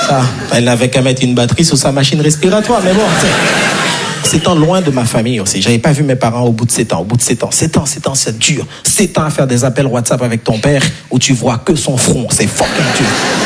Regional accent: Haiti; Moi, je suis très frileux, je vais pas vous mentir, parce que je suis né et grandi en Haïti, et en Haïti, on n'a pas les quatre saisons.

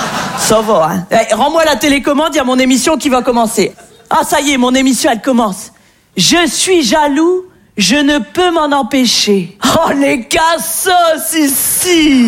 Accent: Hauts-de-France, France; Moi, je viens du nord de la France. Et c'est vrai qu'on est très gentils dans le nord.

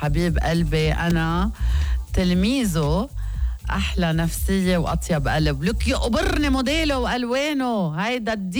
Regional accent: Lebanon; بالنسبة لنا كلبنانية

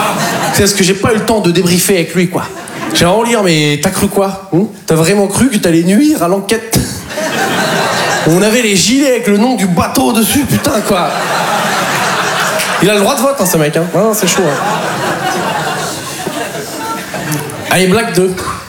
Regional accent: Poitiers, Nouvelle-Aquitaine, France

